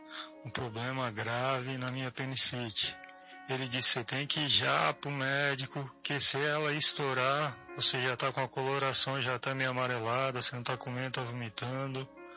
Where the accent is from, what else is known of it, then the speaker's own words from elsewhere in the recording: Penha, Santa Catarina, Brazil; sou aqui da cidade de Penha, Santa Catarina.